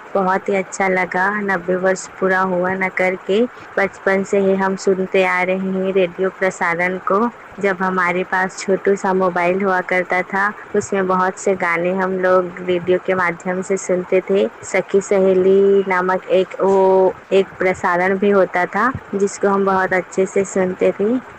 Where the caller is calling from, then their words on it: Raigarh district, Chhattisgarh, India; मैं रायगढ़ जिले से हूँ।